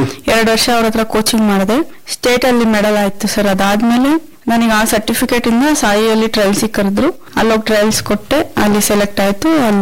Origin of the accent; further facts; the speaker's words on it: Bhadravati, Karnataka, India; ಭದ್ರಾವತಿನಲ್ಲಿ, ಇಲ್ಲೇ ನಾನು ಹುಟ್ಟಿದ್ದು ಬೆಳೆದಿದ್ದು ಎಲ್ಲ. ಇಲ್ಲಿ 10th ವರೆಗೂ ಸತ್ಯಸಾಯಿ ಸ್ಕೂಲ್ ಅಲ್ಲಿ ಓದಿದ್ದು.